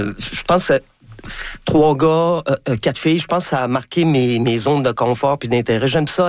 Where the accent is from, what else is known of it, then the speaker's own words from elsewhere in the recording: Quebec City, Quebec, Canada; now in Montreal, Canada; quand j'ai quitté Québec pour m'installer à Montréal, je quittais ma famille, mais je me suis refait une famille d'amis.